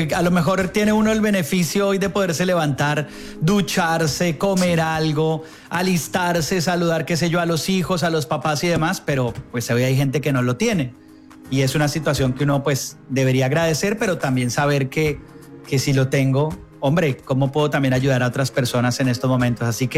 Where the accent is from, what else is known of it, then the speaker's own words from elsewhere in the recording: Colombia; Es parte también un poco de lo que nos corresponde también como ciudadanos y como colombianos por el mundo.